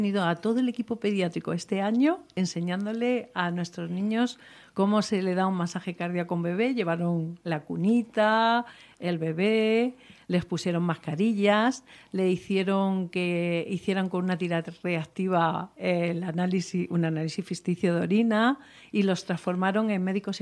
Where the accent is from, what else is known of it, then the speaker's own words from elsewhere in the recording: Linares, Andalusia, Spain; now in Madrid, Spain; Mi tierra. Y igual que antes … pues representa lo que Madrid me ha dado a mí, porque es tanto San Sebastián de los Reyes como Madrid me ha hecho sentirme como en casa